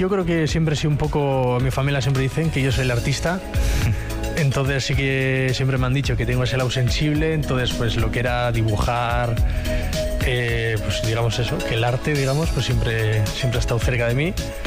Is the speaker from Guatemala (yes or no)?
no; San Sebastián, Basque Country, Spain; born or raised there